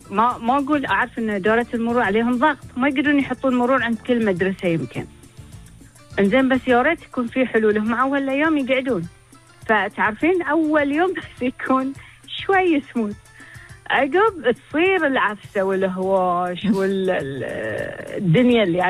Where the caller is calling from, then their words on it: Bahrain; إحنا بحرينيين